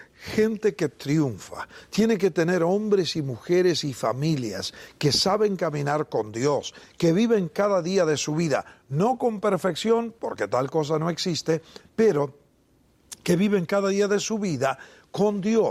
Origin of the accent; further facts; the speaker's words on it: Argentina; born there; Como muchos de ustedes saben, nací en la República Argentina, un país que tenía un estudio religioso y una conducta religiosa un poco extraña cuando yo era niño.